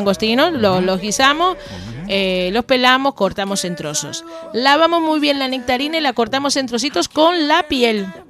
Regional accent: Valle de Guerra, Canary Islands, Spain; Buenos días, equipo. … de Valle de Guerra y empieza lo bueno.

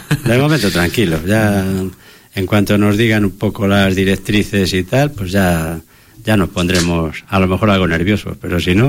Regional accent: Medina del Campo, Castile and León, Spain; Yo soy medinense desde que nací, de pura cepa, como digo, y sanantolinero.

